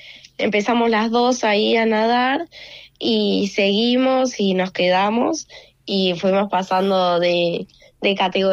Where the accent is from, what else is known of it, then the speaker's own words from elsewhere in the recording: San Martín, Buenos Aires Province, Argentina; Yo soy de Buenos Aires, de San parte? Martín.